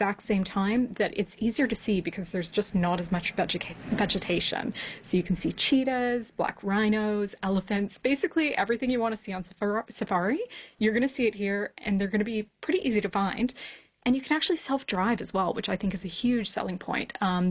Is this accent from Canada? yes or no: yes; Canada; No, they haven't, and I am going to correct you. I'm Canadian.